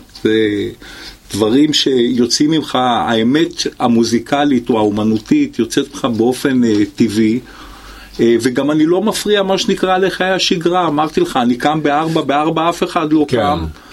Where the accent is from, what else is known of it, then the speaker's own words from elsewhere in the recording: Haifa, Haifa District, Israel; אני נולדתי בחיפה.